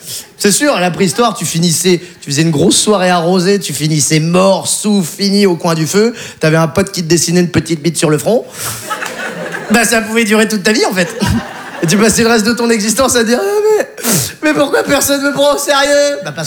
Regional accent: Poitiers, Nouvelle-Aquitaine, France; 29 ans. Moi, je viens de Poitiers.

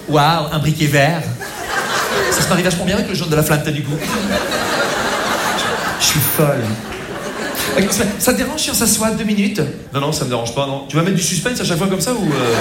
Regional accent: Rouen, Normandy, France; parce que moi, je ne suis pas du tout de Paris, je ne suis pas du tout de Marseille, bien sûr, moi, je suis de Rouen. Je ne sais pas si vous connaissez Rouen.

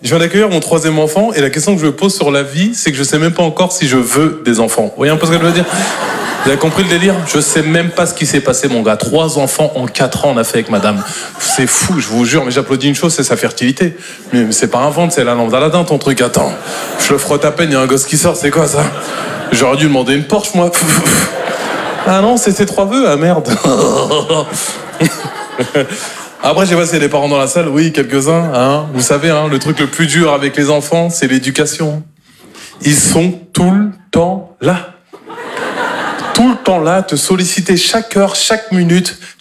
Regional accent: Normandy, France; Moi, je suis normand de base

